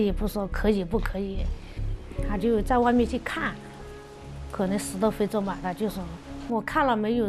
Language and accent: Chinese; Guizhou, China; 我是贵州的，但是我被拐卖到这里来